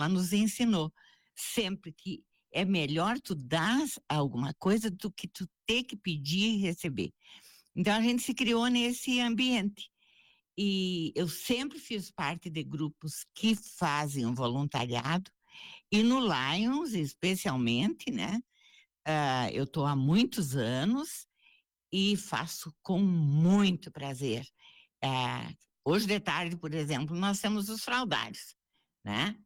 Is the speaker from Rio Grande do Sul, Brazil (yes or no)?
yes; Soledade, Rio Grande do Sul, Brazil; Nasci em Soledade. É? Dia 17 de dezembro de 1948.